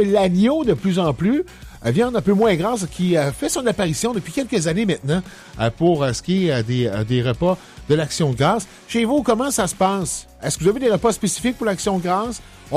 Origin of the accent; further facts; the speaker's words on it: Quebec, Canada; Bon, on a des producteurs de dinde de chez nous au Québec.